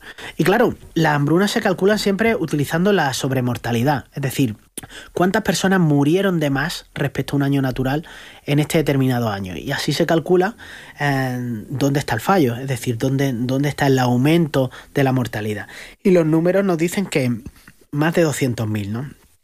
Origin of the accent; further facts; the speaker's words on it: Andalusia, Spain; Andalucía, a precisamente mi tierra.